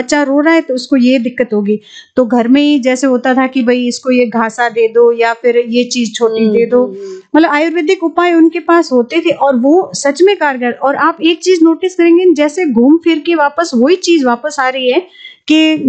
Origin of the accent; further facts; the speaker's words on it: Rajasthan, India; मेरा गांव है पोकरण के पास है, उजला गांव है।